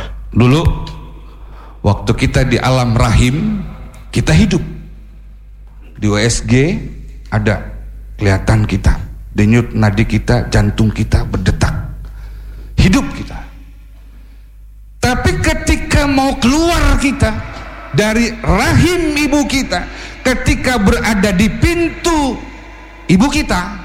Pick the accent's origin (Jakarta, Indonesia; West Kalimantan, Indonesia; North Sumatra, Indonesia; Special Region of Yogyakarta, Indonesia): Jakarta, Indonesia; kalau bahasa kampung kita orang Betawi bilang, disuruh terenin.